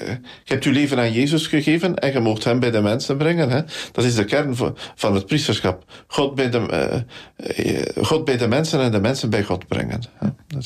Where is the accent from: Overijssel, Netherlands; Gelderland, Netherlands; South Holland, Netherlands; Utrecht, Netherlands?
Gelderland, Netherlands; Nederasselt; moved away; ik ga nooit weg uit Nederasselt. Nu voor een stuk, ja, blijf ik een echte man van Nederasselt ook, hoor, hè, als priester. Ligt mijn hart daar nog altijd, hè, in mijn geboortedorp.